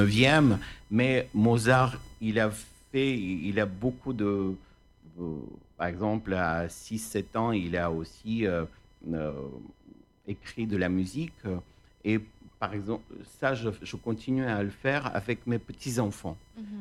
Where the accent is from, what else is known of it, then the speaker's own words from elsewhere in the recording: Gyumri, Shirak, Armenia; moved away; quand j'étais petit en Arménie, à Gyumri, parce que je suis d'origine, je suis né à Gyumri.